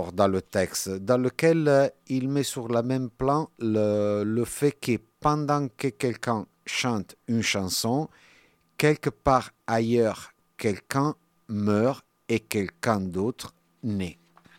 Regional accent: Italy; Je parle un peu en italien. Justement, c'est grande variété, je suis italien

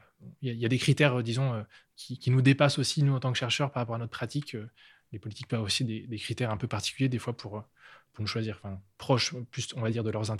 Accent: France; moved away as an adult; now in Switzerland; Je suis français, mais je travaille en Suisse maintenant

